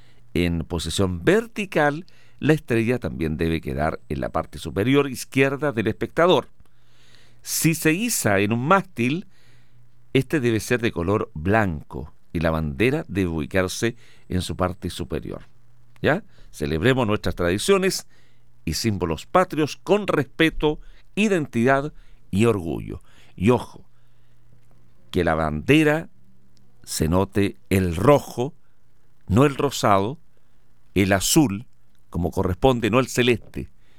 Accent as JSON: {"language": "Spanish", "country": "Chile", "said": "tenemos que colocar bandera como buenos chilenos durante este mes de la patria"}